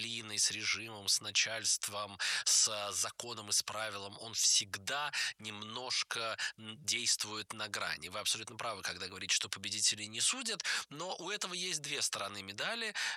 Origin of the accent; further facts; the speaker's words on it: Nizhny Novgorod, Nizhny Novgorod Oblast, Russia; born there; я, как человек, родившийся в Нижнем Новгороде, как нижегородец